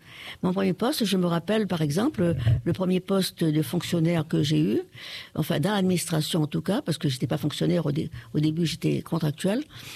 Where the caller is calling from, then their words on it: Réunion; moi, je suis née française et j'aimerais bien mourir française, voilà. Je suis réunionnaise et je le renie pas. Mes ancêtres sont sont venus d'ailleurs, comme tous les habitants de La Réunion d'ailleurs.